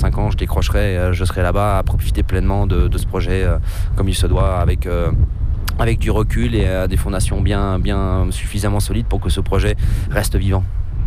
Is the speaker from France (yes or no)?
yes; France; moved away; bien que je suis un amoureux de mon pays, je suis un vrai Français dans l'âme, j'adore la culture française